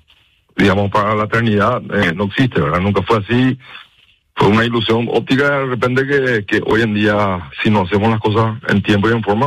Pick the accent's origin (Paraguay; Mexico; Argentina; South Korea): Paraguay